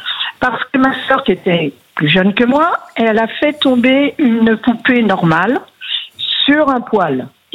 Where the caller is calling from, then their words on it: Brittany, France; puisque moi je suis de Bretagne.